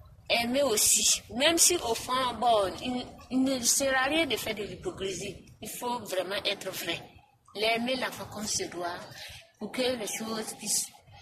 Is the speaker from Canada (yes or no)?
no; Burkina Faso; Chez nous au Burkina Faso, surtout en Afrique.